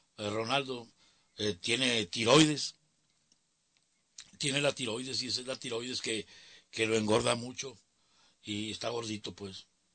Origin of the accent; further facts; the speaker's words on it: Mexicali, Baja California, Mexico; born there; Pues yo nací en Mexicali, dije, pero mi abuelo es chapaneco